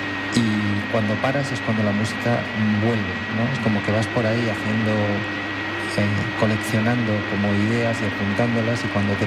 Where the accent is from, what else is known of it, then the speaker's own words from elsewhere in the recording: Cantabria, Spain; Como cántabro, para mí mañana ya es invierno